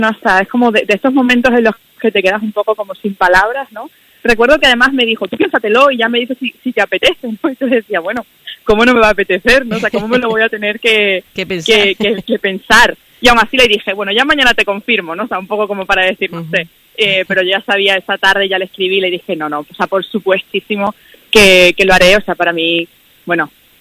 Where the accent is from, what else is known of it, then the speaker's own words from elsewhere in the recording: Extremadura, Spain; now in Seville, Spain; ahora mismo tengo la poca suerte, por así decirlo, de no poder vivir en mi tierra. Vivo en Sevilla hace ya 6-7 años, pero llevo Extremadura por bandera a todas partes, ¿no?